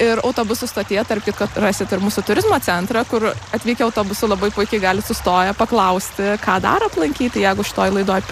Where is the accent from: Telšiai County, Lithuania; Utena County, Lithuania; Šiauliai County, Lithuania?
Šiauliai County, Lithuania; Kuršėnai; also born or lived in Vilnius; now in Kupiškis, Lithuania; Taip pat esu kilusi iš Kuršėnų, ten gimiau, augau, tuomet studijavau Vilniuje, po studijų dar keletą metų likau gyventi, tai apie 8 metus gyvenau Vilniuje